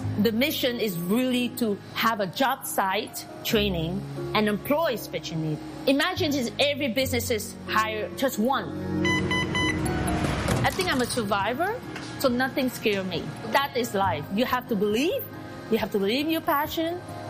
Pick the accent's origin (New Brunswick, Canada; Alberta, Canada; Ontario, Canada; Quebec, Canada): Quebec, Canada; Montreal; moved away as an adult; also born or lived in Vietnam; now in Naperville, United States; So I grew up in Montreal.